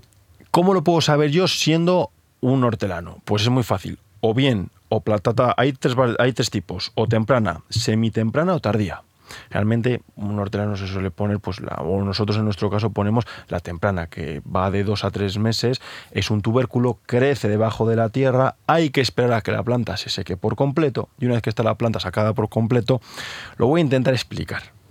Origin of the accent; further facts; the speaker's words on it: Cenicero, La Rioja, Spain; moved away; Claro, el clima que tenemos en Cenicero, de mi pueblo